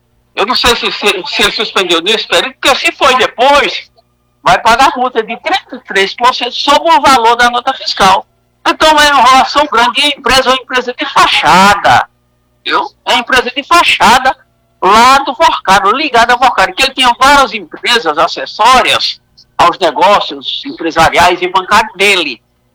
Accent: Catolé do Rocha, Paraíba, Brazil; also born or lived in Rio Grande do Norte; fui criado em Cato Alegre, de Cruz, Brejo dos Santos e no município Boa Vista

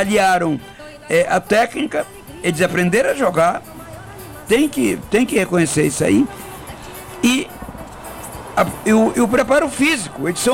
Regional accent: Brazil; Eu sou brasileiro, né, meu amigo?

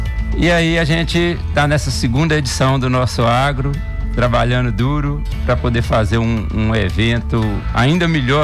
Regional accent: Nova Era, Minas Gerais, Brazil; born there; Sou de Nova Era, sim, e estou trabalhando lá desde 2010. Sou nascido lá, saí para estudar, voltei.

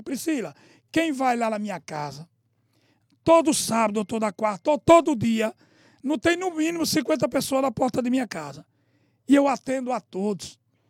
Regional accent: Itabaiana, Sergipe, Brazil; nasci em um povoado em Itabaiana, vim para a cidade com 6, 7 anos, e criado em uma zona onde tinha muita pobreza, muito tráfico de droga, muita pobreza

